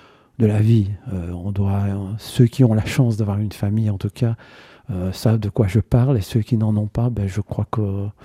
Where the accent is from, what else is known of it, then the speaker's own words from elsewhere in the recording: Saint-Séverin, France; also born or lived in Ouilly; J'ai grandi à Saint-Séverin, dans le Condreau. Mmh. J'ai vécu une dizaine d'années là-bas et puis mes parents ont déménagé à la Sarthe, à Ouilly.